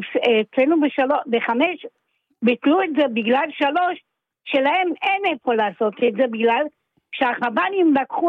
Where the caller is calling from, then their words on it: Tel Aviv, Tel Aviv District, Israel; אני גרה בצלילי חנינה 5 בתל אביב